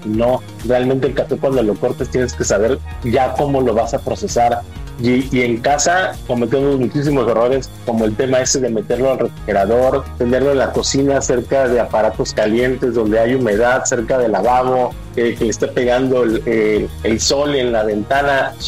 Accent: Veracruz, Mexico; yo soy de Veracruz y obvio, amo mi tierra.

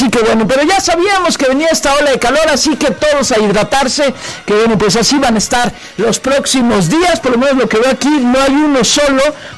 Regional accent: Mexico City, Mexico; para los que somos chilangos, que nos quejamos de absolutamente todo

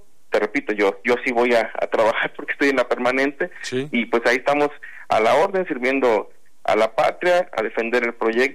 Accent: Mexico; para nosotros como mexicanos

